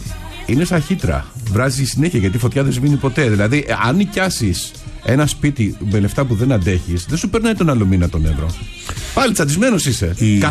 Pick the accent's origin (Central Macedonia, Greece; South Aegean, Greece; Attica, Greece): Attica, Greece; Perissos; Εγώ ξέρω πολυκατοικία στην περιοχή που μεγάλωσα στον Περισσό.